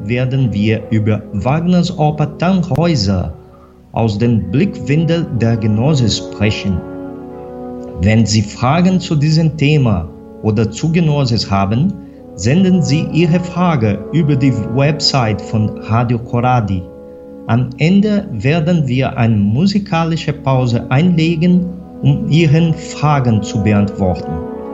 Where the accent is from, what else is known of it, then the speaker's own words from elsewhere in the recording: Brazil; ich bin Brasilianer.